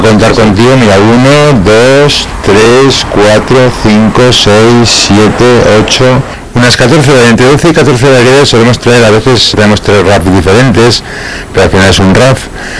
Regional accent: Navarre, Spain; como soy de Navarra y somos bastante tradicionales

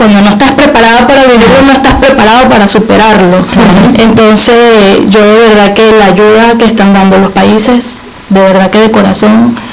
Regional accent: Venezuela; now in Spain; Yo como venezolana desde aquí les agradezco muchísimo

